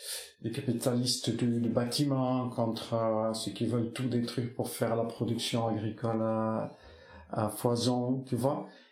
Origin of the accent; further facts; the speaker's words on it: Basque Country, France; first language Basque; French is a second language; j'ai grandi dans la culture basque. C'est-à-dire que ma première langue a été l'euskara, comme on dit, qui est une, ma langue maternelle, celle de mes enfants aussi, qui ont grandi dans cette langue.